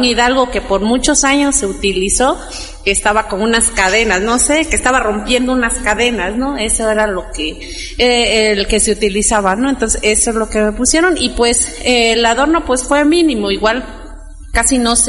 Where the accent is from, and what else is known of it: Mexico